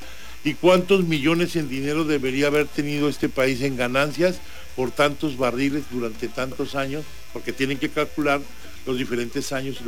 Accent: Mexico; porque todos somos mexicanos, hermanos

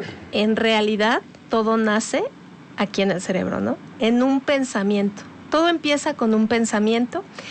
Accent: Mexico; Pero incluso como mexicanos tenemos otras.

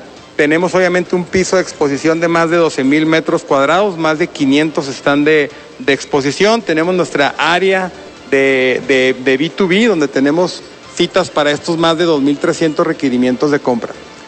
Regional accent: Chihuahua, Mexico; accent: Chihuahua; Yo creo que no es necesario que les diga que sea de Chihuahua con mi tono, pero bueno, soy de Chihuahua, está aquí enfrente

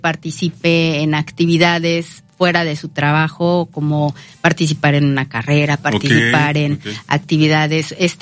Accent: Veracruz, Mexico; Por un lado, la alegría, porque somos jarochos

